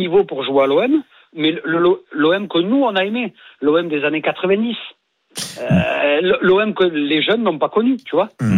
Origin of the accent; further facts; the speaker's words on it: Agen, Nouvelle-Aquitaine, France; on est issu du même coin, hein, je suis d'Agen.